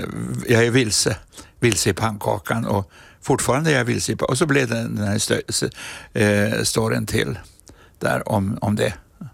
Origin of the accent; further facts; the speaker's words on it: Norrland, Sweden; Jag är ju norrlänning, jag är seg.